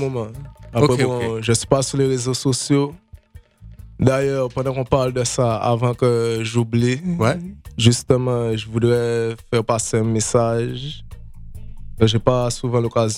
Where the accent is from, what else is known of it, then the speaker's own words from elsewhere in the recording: Guadeloupe, France; moved away; Ouais, j'ai grandi en Guadeloupe. Ouais.